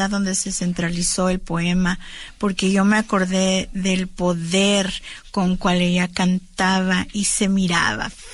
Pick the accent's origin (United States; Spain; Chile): United States; muchísimas de nosotras que somos artistas aquí de este lado de la frontera en Estados Unidos, ¿verdad? Uh-huh. Porque tenemos esa conexión que es una pocha igual que yo